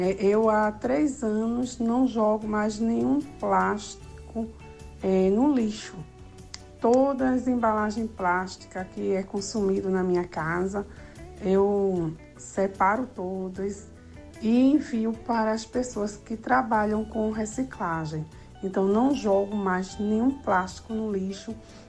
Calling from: Nazaré da Mata, Pernambuco, Brazil; falo de Nazaré da Mata, Pernambuco.

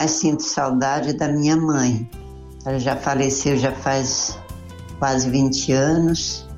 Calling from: Santa Catarina, Brazil; sou daqui de Santa Catarina

